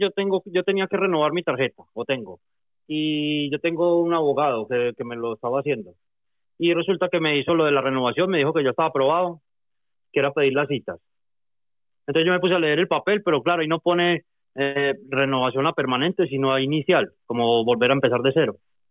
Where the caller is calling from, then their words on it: Madrid, Community of Madrid, Spain; de Madrid.